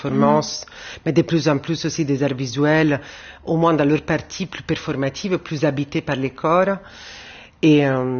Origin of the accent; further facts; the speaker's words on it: Rome, Lazio, Italy; Moi, j'ai grandi à Rome et j'étais adolescente, disons, dans les années 90.